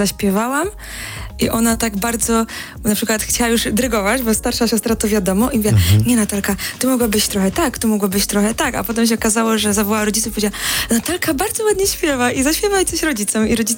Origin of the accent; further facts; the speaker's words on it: Krapkowice, Opole Voivodeship, Poland; now in Warsaw, Poland; Ojejku, pewnie. Ja do Krapkowicy czas wracam i jestem pomiędzy Warszawą a Krapkowicami cały czas